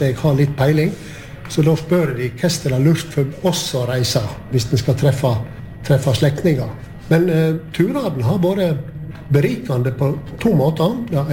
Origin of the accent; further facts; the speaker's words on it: Gaupne, Vestland, Norway; jeg kommer jo ifra Gaupne